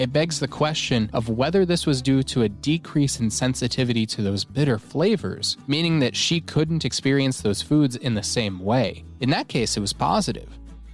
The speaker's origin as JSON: {"language": "English", "region": "Colorado", "country": "United States", "tie": "born or raised there", "said": "one of the owners, Joel Adams, is also from Colorado, about an hour north from my hometown."}